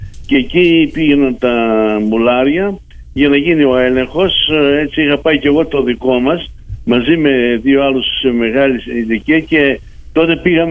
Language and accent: Greek; Central Macedonia, Greece